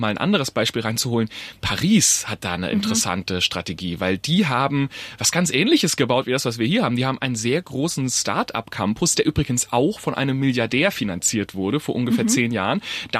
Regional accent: Heilbronn, Baden-Württemberg, Germany; Ja, also ich liebe meine Heimat natürlich, aber ehrlicherweise Heilbronn ist jetzt nicht die sexieste Stadt.

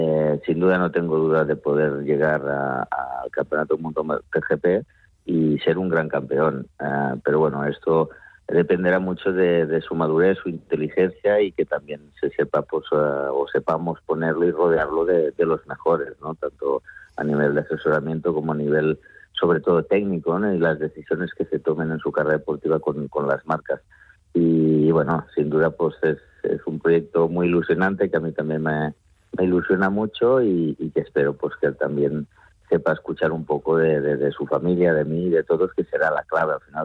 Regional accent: Lleida, Catalonia, Spain; born there; Yo soy nací en Lérida, y cerca de Lérida hay un pueblo que se llama Lalvi, donde tengo yo una segunda residencia, entre Olivos

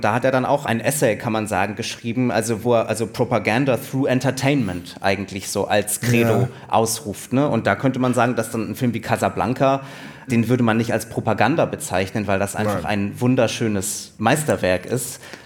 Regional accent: Berlin, Germany

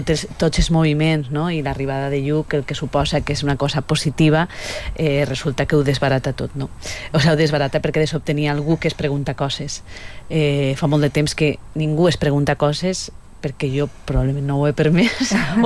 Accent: Valencia, Valencian Community, Spain; que jo soc de València capital, tinc uns, sí, altres

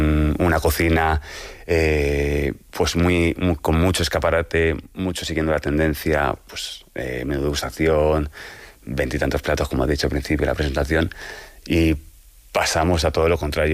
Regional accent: Brunete, Community of Madrid, Spain; born or raised there; also born or lived in Carabanchel

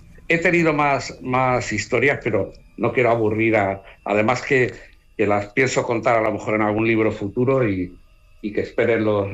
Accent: Cuenca, Castilla-La Mancha, Spain; born there; Pues fíjate, arranca de mi infancia, yo creo. Yo nací en Cuenca

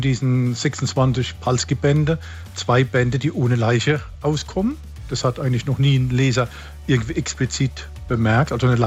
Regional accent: Germany; ich bin ja in der Kurpfalz oder Pfalz-Kurpfalz aufgewachsen, lebe dort, kenne die Örtlichkeiten

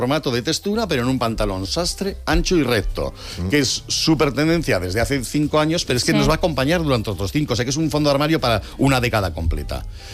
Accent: Madrid, Community of Madrid, Spain; yo soy madrileño, pero soy de madre aragonesa.

